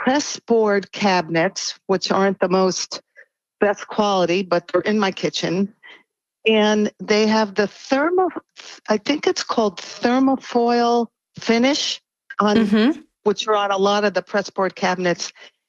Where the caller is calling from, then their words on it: Del Mar, California, United States; from California in the Del Mar area in San Diego.